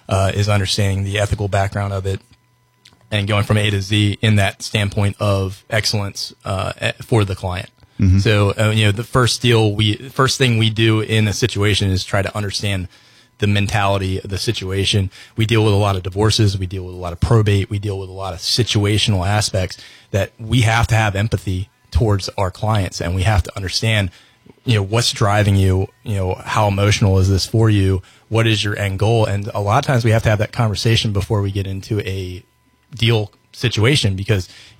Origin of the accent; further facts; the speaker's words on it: Salisbury, Maryland, United States; born there; Yeah, so I was born in Salisbury, which is 30 minutes. It'd be like throwing a plaque, I guess, to Ocean City.